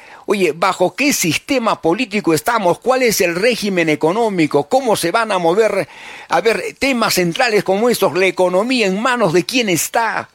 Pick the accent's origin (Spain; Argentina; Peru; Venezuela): Peru